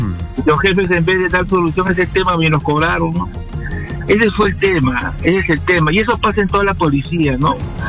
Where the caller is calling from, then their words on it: Lima, Peru; Llamo de acá del Cono Norte